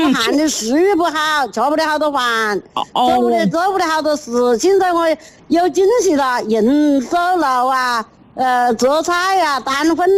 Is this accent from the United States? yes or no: no; Zhuzhou, Hunan, China; 啊，株洲平津的。